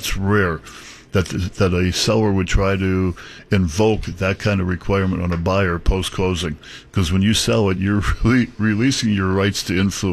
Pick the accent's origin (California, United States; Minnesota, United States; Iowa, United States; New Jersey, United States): Iowa, United States; I'm from Iowa